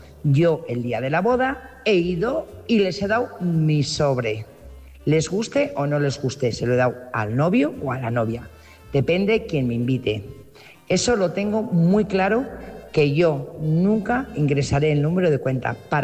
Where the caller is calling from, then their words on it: Burgos, Castile and León, Spain; Buenas noches … corresponsal de Burgos.